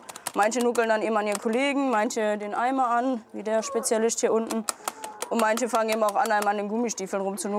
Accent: Baden-Württemberg, Germany; moved away as an adult; Ich komme ganz aus dem Süden, vom Bodensee komme ich, von der Nähe aus Konstanz. Und es hat mich ein bisschen hierher vertrieben, ein bisschen was anderes sehen mal ein Jahr lang. Dann werde ich aber wieder zurückgehen auf jeden Fall.

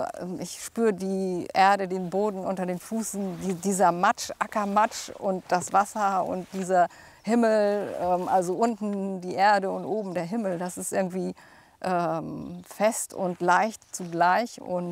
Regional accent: Northern Germany, Germany; born there; dass ich hier in Norddeutschland, wo ich geboren bin, dass ich hier wirklich zu Hause bin

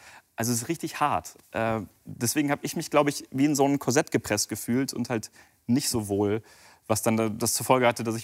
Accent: Japan; German is a second language; ist ja recht klar, wenn ihr mich hier seht und ich Englisch spreche, aus wo ich herkomme, ne, ich bin Japaner.

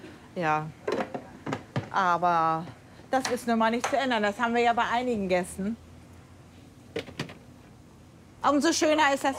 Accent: Hameln, Lower Saxony, Germany; also born or lived in Hanover; Ja, ich bin von Hannover und ja, nee, ich bin aber noch weiter. Ich bin von Hameln

